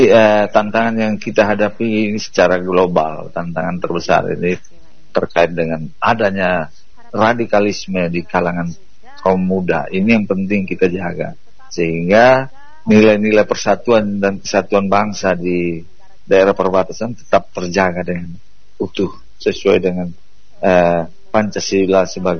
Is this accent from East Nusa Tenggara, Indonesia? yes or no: yes; Belu, East Nusa Tenggara, Indonesia; khususnya bagi kita masyarakat Belu sebagai masyarakat perbatasan